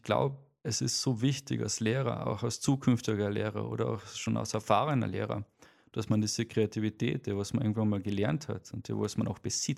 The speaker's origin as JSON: {"language": "German", "town": "Villach", "region": "Carinthia", "country": "Austria", "tie": "born there", "said": "Also meine Karriere beginnt klassisch bei meiner Geburt in Villach."}